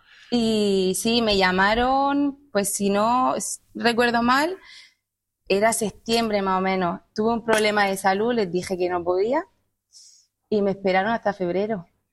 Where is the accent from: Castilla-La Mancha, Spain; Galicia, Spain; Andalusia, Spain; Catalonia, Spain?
Andalusia, Spain; Almería; born there; also born or lived in Brussels, Belgium; Me vine bien jovencita porque mi madre se vino a trabajar aquí porque ya tenía a su madre aquí, mi abuela.